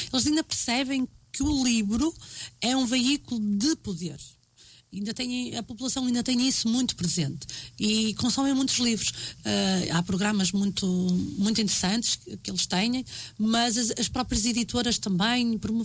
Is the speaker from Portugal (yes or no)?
yes; Portugal; eu sou de Portugal, não percebo muito bem a língua